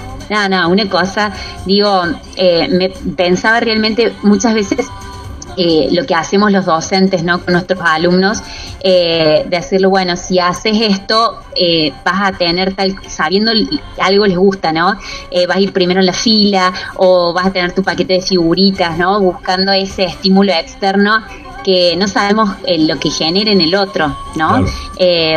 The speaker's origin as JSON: {"language": "Spanish", "country": "Argentina", "said": "pocas cosas nos unen como argentinos"}